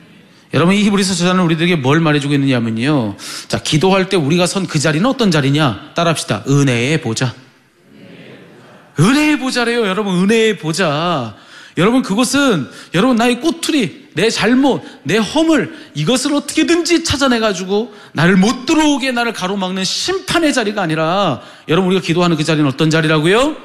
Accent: South Korea; 저 한국 사람입니다.

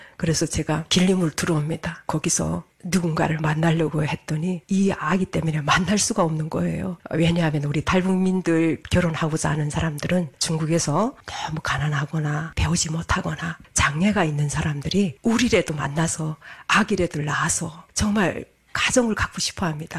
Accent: North Korea; moved away as an adult; also born or lived in China; 나는 갈 데가 없다고. 나는 조선에서 왔다고 하니까

